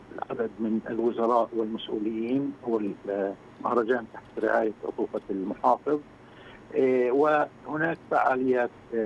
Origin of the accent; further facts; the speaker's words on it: Palestine; إحنا كفلسطينيين